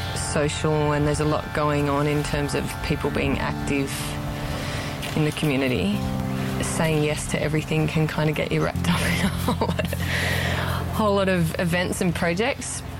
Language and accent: English; Braidwood, New South Wales, Australia; I'm from Braidwood, New South Wales. And I came to Alice Springs to hike the Larapinta Trail.